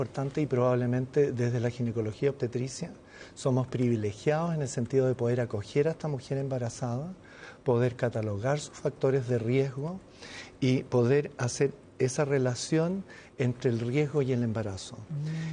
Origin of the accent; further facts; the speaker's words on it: Chile; como población chilena por lo menos estamos profundamente afectados en términos metabólicos